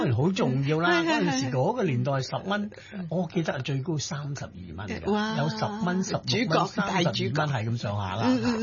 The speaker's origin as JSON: {"language": "Cantonese", "country": "Hong Kong", "tie": "born or raised there"}